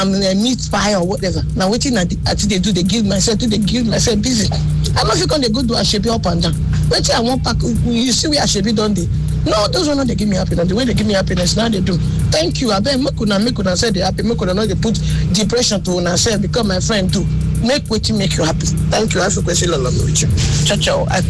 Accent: Delta, Nigeria; I come from Delta State room.

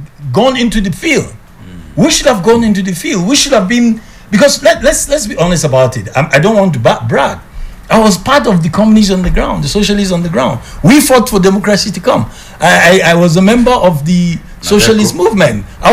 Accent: Kaduna State, Nigeria; born there; moved away; I went back to my home state of Kaduna.

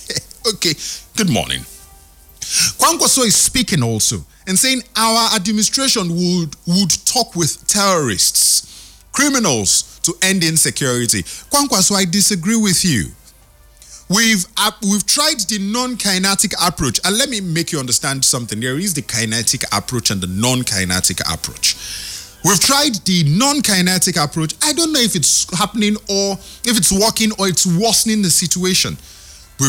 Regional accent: Niger Delta, Nigeria; I grew up in the Niger Delta.

